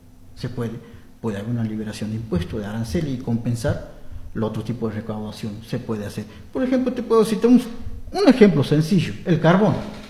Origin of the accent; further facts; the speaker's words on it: Suncho Corral, Santiago del Estero, Argentina; yo soy de Suncho Corral también